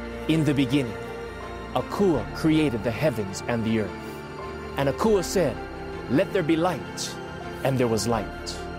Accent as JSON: {"language": "English", "area": "Oahu", "region": "Hawaii", "country": "United States", "tie": "born or raised there", "said": "I'm Hawaiian by heart. My grandmother was born on Maui, daughter of a plantation worker. I was born and raised in Wailua and Nanakuli on Oahu. This is the only home I know, and I'm blessed to be Keiki Oka'aina, a child of this land."}